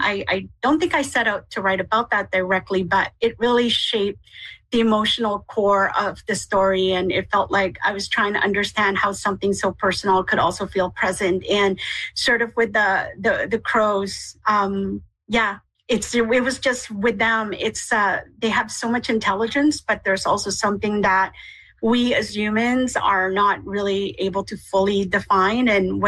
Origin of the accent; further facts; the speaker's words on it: Manitoba, Canada; But with that, though, growing up in Manitoba, like all of those things there, like the landscapes, the crows and everything else, it became very much a part of how I see things.